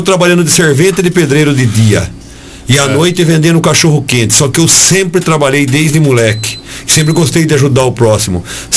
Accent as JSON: {"language": "Portuguese", "town": "Sorocaba", "region": "São Paulo", "country": "Brazil", "said": "eu vim da periferia de Sorocaba"}